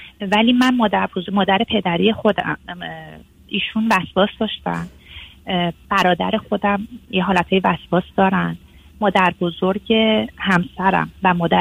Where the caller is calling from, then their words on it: Germany; ما از آلمان هستیم آقای دکتر.